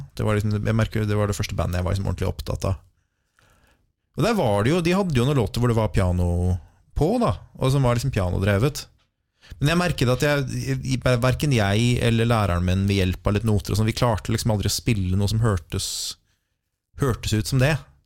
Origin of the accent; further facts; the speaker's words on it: Oslo, Norway; jeg vokste opp litt på Grynløkka. Akkurat nå så bor jeg liksom midt mellom Grynløkka og Kjellandsplass.